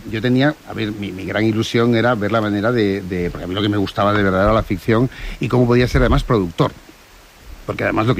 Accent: Seville, Andalusia, Spain; moved away as an adult; now in Madrid, Spain; yo empecé aquí mi primer trabajo como becario en Madrid cuando vine de Sevilla

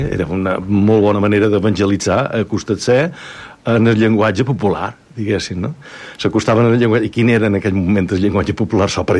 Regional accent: Balearic Islands, Spain; moved away; Estic supercontent de ser en el meu poble

